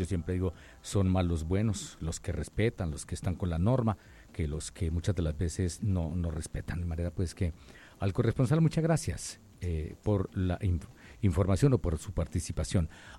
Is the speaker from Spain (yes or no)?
no; Villavicencio, Meta, Colombia; Somos ciudadanos de Villavicencio, nosotros también importamos la ruralidad. Hace parte de Villavicencio y también merece tener seguridad, servicios públicos y atención.